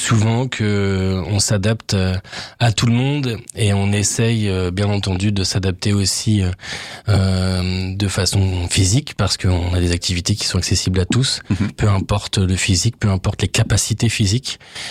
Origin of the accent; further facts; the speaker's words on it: Reims, Grand Est, France; also born or lived in Lille; Et donc, quand je suis revenu de Lille, parce que bon, j'avais pas fait le tour, mais j'avais d'autres propositions sur Reims, et puis voilà, Reims, c'est ma terre natale.